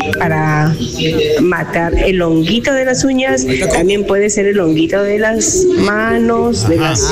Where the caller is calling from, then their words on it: Comas, Lima, Peru; yo soy podóloga, vivo en Comas.